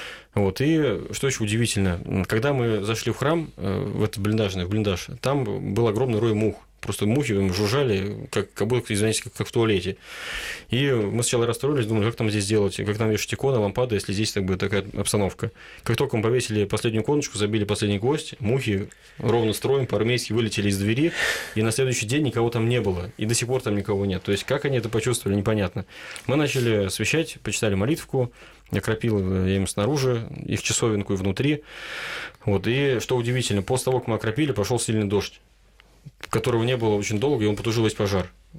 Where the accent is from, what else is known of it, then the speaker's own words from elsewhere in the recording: Kirzhach, Vladimir Oblast, Russia; даже вот в нашем Ногинске или в Киржаче, откуда я родом, бывает, иду по городу, вижу бойца, который в отпуске